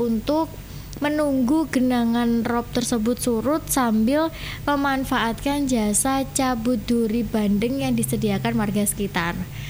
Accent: Nganjuk, East Java, Indonesia; Saya warga Nganjuk

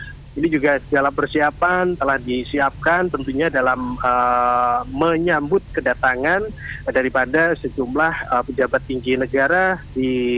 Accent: Java, Indonesia; kalau kita orang Jawa nyebutnya lanjaran, begitu, ya.

